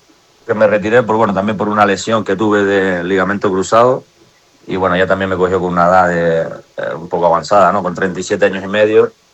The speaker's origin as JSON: {"language": "Spanish", "region": "Canary Islands", "country": "Spain", "said": "yo soy de las Islas Canarias, del sur, pero tengo unos terrenos, unos viñedos en la zona centro de la isla"}